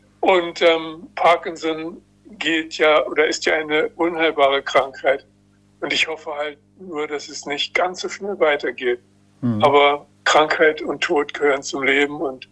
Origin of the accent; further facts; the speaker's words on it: Berlin, Germany; Ich bin ja in West-Berlin geboren, nicht weit von der Mauer, in sogenannten sozialen Wohnungsbau, einer Neubausiedlung, gegenüber einer Flüchtlingssiedlung